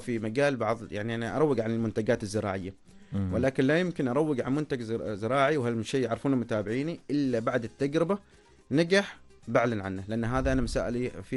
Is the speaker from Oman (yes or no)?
yes; Oman; عندنا في عمان